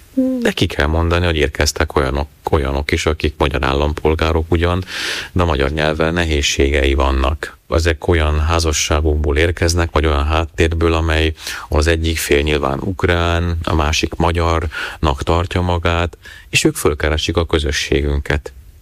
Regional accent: Čebovce, Banská Bystrica Region, Slovakia; also born or lived in Šahy / Bratislava / Budapest; now in Prague, Czech Republic; Én Csábon születtem, az Ipoly mentén. Ipolyságon érettségiztem, majd Pozsonyba kerültem a szemináriumba

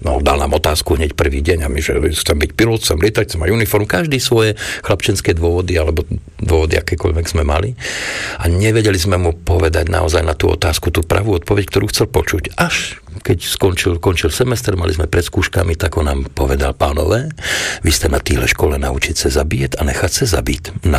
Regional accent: Hradec Králové, Hradec Králové Region, Czechia; born or raised there; now in Slovakia

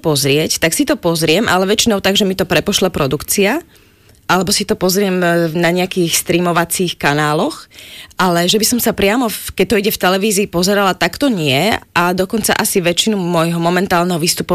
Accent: Prešov, Prešov Region, Slovakia; born there; also born or lived in Košice; now in Bratislava, Slovakia; No momentálne asi v Bratislave. Aj keď veľa kamarátov mám stále v Prešove a Košice išli trošku do úzadia, keďže tam som prežila iba taký prvý rôčik svojho života

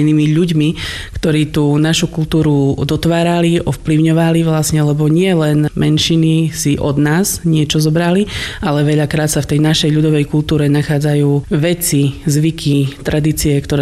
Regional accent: Spiš, Slovakia; u nás na Spiši

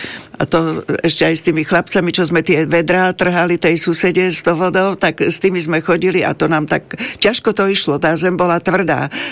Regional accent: Blatnica, Žilina Region, Slovakia; tak to mal tak spolužiak, čo chodil na priemyslovku do Martina, lebo my sme boli autobusári z Blatnici

